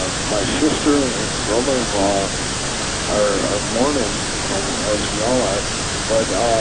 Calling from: Beulah, Wisconsin, United States; Beulah, Wisconsin.

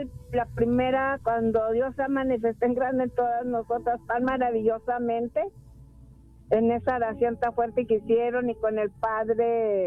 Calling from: San Bernardino, California, United States; Yo de aquí, de San Bernardino.

